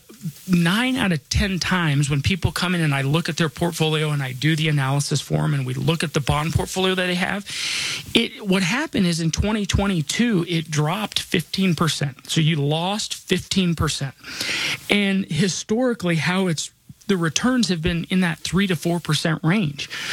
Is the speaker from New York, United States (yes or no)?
no; Denver, Colorado, United States; born or raised there